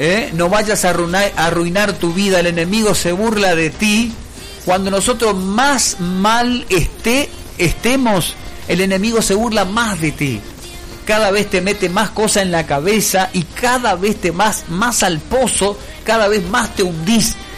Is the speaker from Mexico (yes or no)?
no; Puerto Iguazú, Misiones, Argentina; Yo amo a Iguazú con toda mi alma, yo amo a mi pueblo